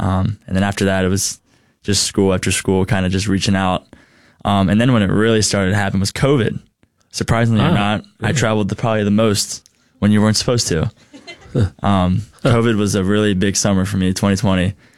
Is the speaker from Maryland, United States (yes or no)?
yes; Ellicott City, Maryland, United States; I'm from Baltimore, Maryland.